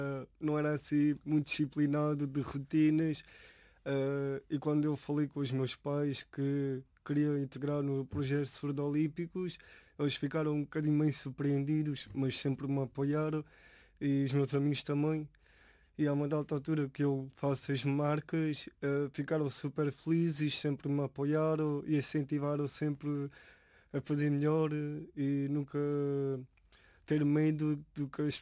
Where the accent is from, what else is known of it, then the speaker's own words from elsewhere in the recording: Elvas, Alentejo, Portugal; now in Évora, Portugal; eu sou atleta surdo, sou leitiano, sou de Elvas, mas neste momento estou a viver em Évora